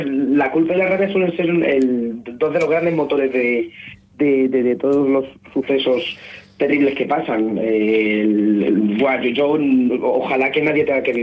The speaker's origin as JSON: {"language": "Spanish", "town": "Fuensalida", "region": "Castilla-La Mancha", "country": "Spain", "said": "yo soy de un pueblo de Toledo que se llama Fuensalida, que está a 50 kilómetros al sur de Madrid y 20 del norte de Toledo."}